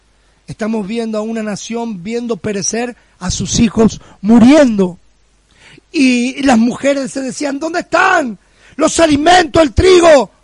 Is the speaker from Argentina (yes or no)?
yes; Argentina